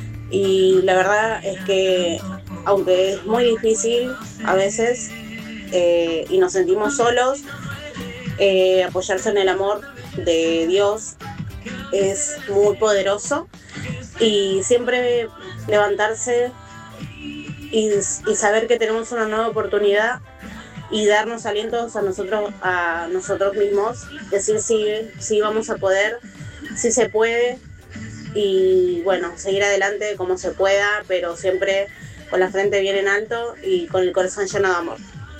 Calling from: Isidro Casanova, Buenos Aires Province, Argentina; de Isidro Casanova. Tengo 36 años.

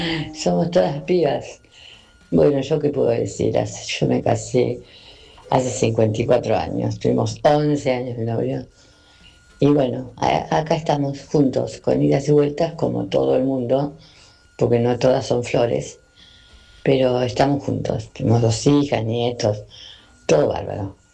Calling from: San Martín, Argentina; de San Martín.

